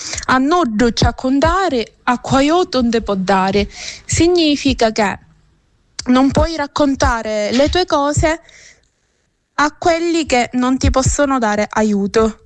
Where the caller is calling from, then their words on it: Sicily, Italy; vengo dalla provincia di Caltanissetta e abito in un piccolo paesino.